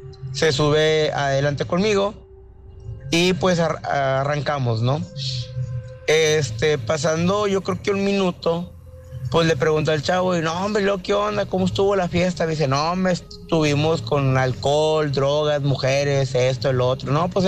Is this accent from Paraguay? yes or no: no; Querétaro, Mexico; pues somos estudiantes, venimos de intercambio, acá mi compañero viene de Puebla, yo soy de Querétaro, él estudia en el TEC